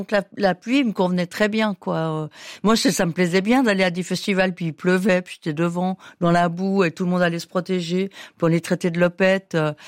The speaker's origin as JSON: {"language": "French", "region": "Valais", "country": "Switzerland", "lives_now": "Lausanne, Switzerland", "said": "Et quand on vient du Valais, on connaît une personne, on dit bonjour."}